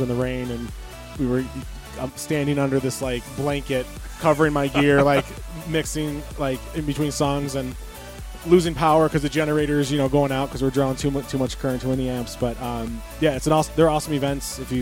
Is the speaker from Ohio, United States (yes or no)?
yes; Toledo, Ohio, United States; I'm from Toledo, if you don't know that. So I do play a lot of gigs in Toledo